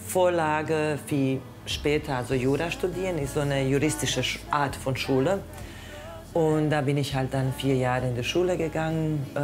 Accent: Dubrovnik, Dubrovnik-Neretva County, Croatia; German is a second language; now in Germany; Ich komme aus Kroatien, ich bin in Dubrovnik geboren.

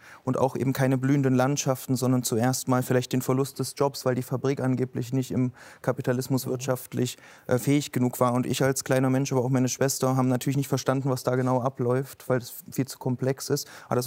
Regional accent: East Germany, Germany; Also ich bin in der Wendezeit aufgewachsen, also mit Annexionserfahrungen aufgewachsen.

